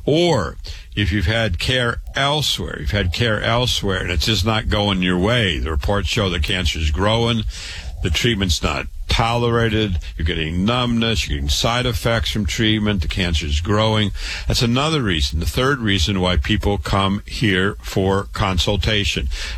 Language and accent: English; Waterloo, Iowa, United States; I was born and raised in Waterloo, Iowa. I went to public school, university, medical school, MD at 25.